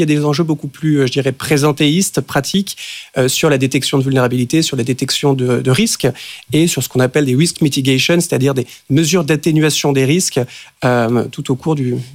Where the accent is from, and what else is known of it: France; moved away